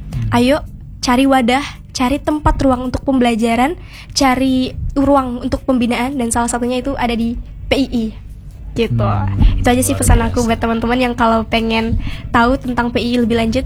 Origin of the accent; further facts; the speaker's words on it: Singkawang, West Kalimantan, Indonesia; Saya orang Singkawang